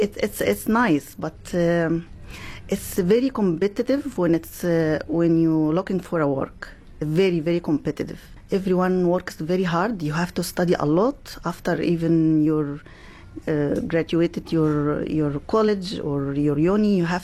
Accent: Egypt; English is a second language; moved away as an adult; now in Perth, Australia; I'm from Egypt. First came to Australia. I arrived to Melbourne at 2007. I have three kids. All my kids born here in Australia, and I moved to Perth 2013. Happy here in Australia.

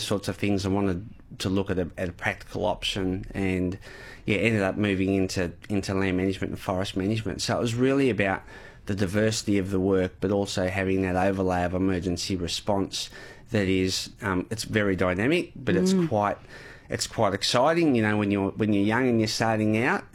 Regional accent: New South Wales, Australia; Look, I'm actually from Western New South Wales off a farm

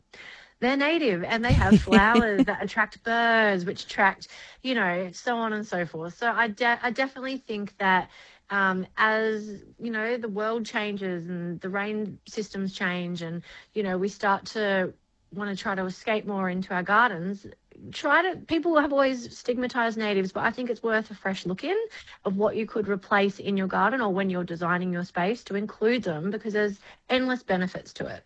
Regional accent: Queensland, Australia; born there; moved away; I'm a Queenslander.

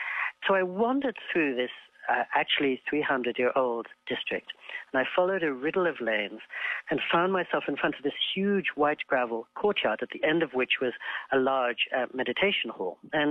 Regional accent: England, United Kingdom; And I know this place better than I know the street I grew up on in England.

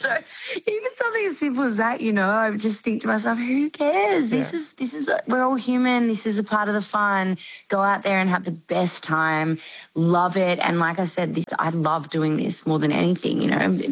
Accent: Melbourne, Victoria, Australia; I was a country girl. I grew up in the Yarra Valley in Melbourne

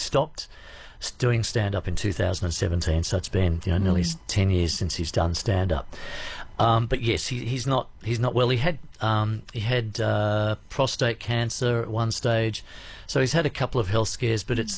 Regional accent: Sydney, New South Wales, Australia; moved away; also born or lived in Newcastle / Tamworth; And Tamworth, it was the one and only time I've lived outside a city. I grew up in Sydney, lived mostly in Newcastle. I've been around the traps. But my 3 years here in the New England, in Tamworth, was just, it was magic.

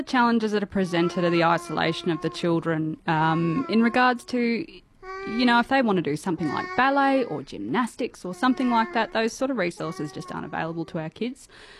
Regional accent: Pine Hill Station, Northern Territory, Australia; I'm from Pine Hill Station.

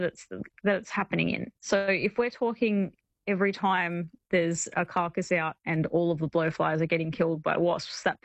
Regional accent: Sydney, New South Wales, Australia; Now, I'm from Sydney, so I don't fully know what the climate is like in either of those areas.

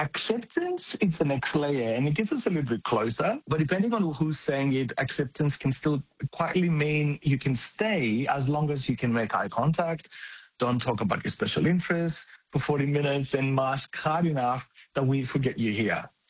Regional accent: Greece; moved away; I grew up in Greece

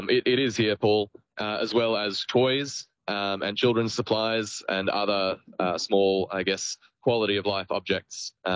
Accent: Australia; now in Newcastle, Australia; And I think it's my duty as an Australian to do everything I can

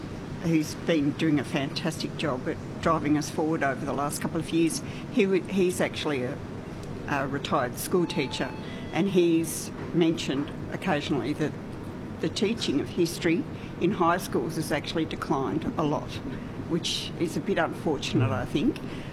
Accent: Mortlake, Victoria, Australia; Well, I grew up here in Mortlake, and like many of my generation, left when I finished high school.

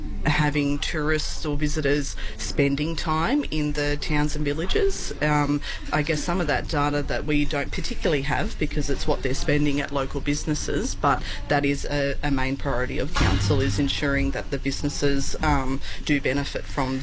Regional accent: Coonabarabran, New South Wales, Australia; moved away as an adult; also born or lived in Sydney; I was born and raised here in Coonabarabran, so born in the hospital here a little while ago, and I moved away to start university, and I decided to move back after my father passed away

